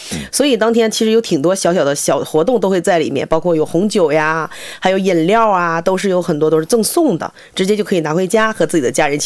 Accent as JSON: {"language": "Chinese", "country": "China"}